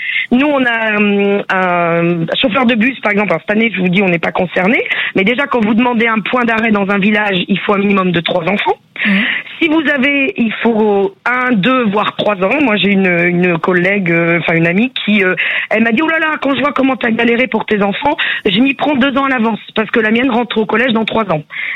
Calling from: Blanzay, Nouvelle-Aquitaine, France; Alors moi je vous appelle de Blantais.

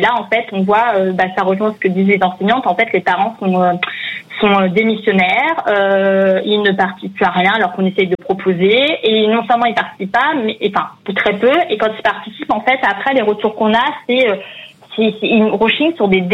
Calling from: Massy, Île-de-France, France; Je suis dans Massy, dans l'Essonne.

